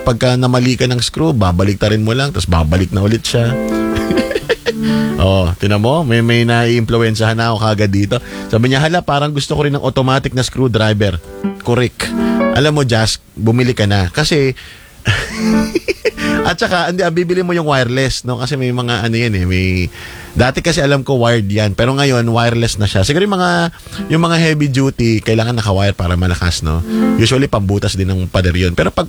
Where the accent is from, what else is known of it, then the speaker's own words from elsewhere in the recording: Quezon, Calabarzon, Philippines; moved away; lalo na dun sa Quezon, sa probinsya namin